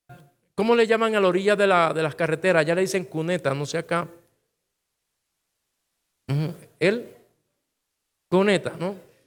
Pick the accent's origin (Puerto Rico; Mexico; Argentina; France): Puerto Rico; mi país, somos ciudadanos americanos